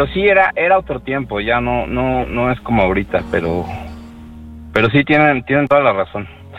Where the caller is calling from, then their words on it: Mexico City, Mexico; Estamos ahorita en el barrio Bravo de la Nápoles.